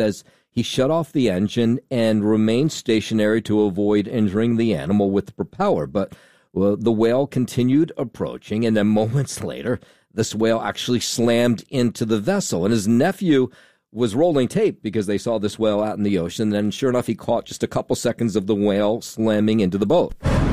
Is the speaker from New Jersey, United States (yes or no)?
yes; Jersey City, New Jersey, United States; Jersey City is my hometown. It's where I live.